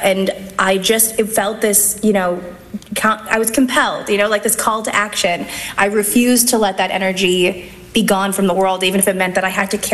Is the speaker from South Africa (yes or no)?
no; Canada; So, and I'm Canadian, so it's even worse.